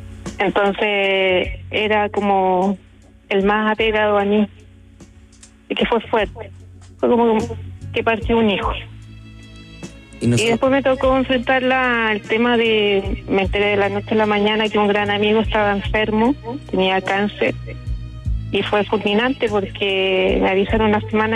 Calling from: San Ramón, Santiago Metropolitan Region, Chile; desde San Ramón.

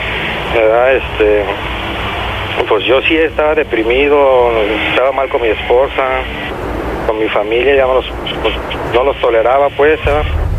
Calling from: Tonalá, Jalisco, Mexico; Hablo aquí de la colonia Los Tulipanes.

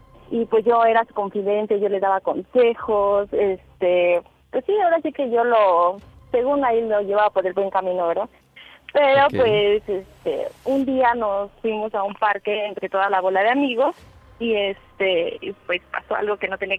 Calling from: Mexico City, Mexico; 30 años y soy de la Venustiano Carranza.

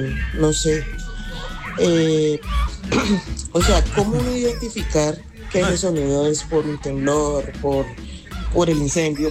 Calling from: Cali, Valle del Cauca, Colombia; Siento que uno como caleño o colombiano

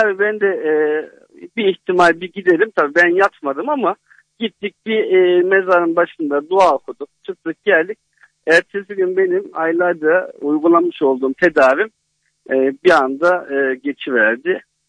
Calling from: Ankara, Turkey; Merhabalar, Ankara'dan arıyorum.

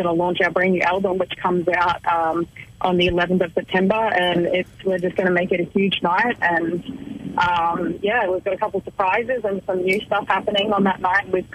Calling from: Brisbane, Queensland, Australia; from Brisbane, actually.

